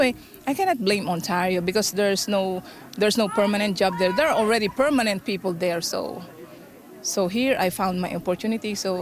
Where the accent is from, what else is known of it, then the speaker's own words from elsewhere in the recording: Philippines; moved away as an adult; now in Canada; I'm from the Philippines, so I came here in Canada in December of 2022.